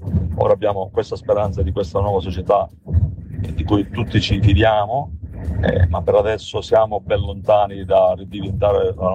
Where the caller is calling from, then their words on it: Enna, Sicily, Italy; Sono da Enna.